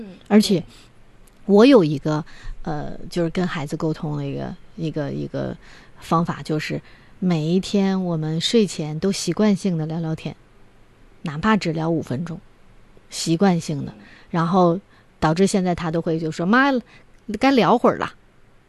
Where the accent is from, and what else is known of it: China